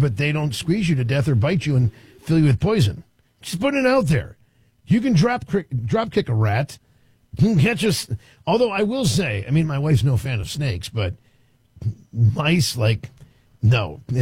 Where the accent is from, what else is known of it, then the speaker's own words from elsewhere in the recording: East Coast, United States; growing up on the East Coast